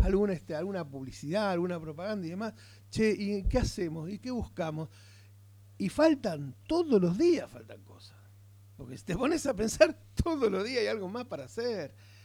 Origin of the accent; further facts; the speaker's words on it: Mar del Tuyú, Buenos Aires Province, Argentina; somos Mar del Tuyú y Dani es Mar del Tuyú y Gaby es Mar del Tuyú y yo soy Mar del Tuyú